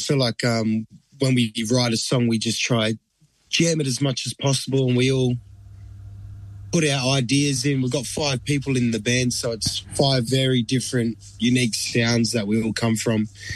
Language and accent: English; Perth, Western Australia, Australia; We're born and bred in Perth, but our roots lie in Aotearoa, and the first time we've been able to do that is through music.